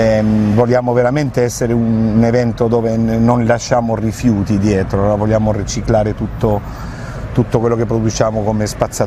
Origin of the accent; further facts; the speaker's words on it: Madrid, Community of Madrid, Spain; Italian is a second language; Io sono madrilegno, sono di Madrid.